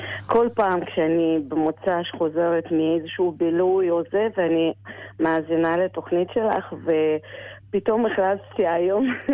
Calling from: Netanya, Central District, Israel; אני אלמנה מנתניה, בת 61.

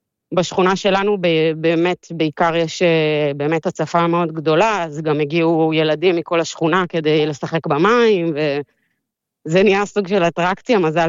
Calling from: Bangkok, Thailand; אנחנו גרים באיזושהי שכונה שהיא מחוץ, קצת במרחק של איזה 40 דקות נסיעה ממרכז העיר.

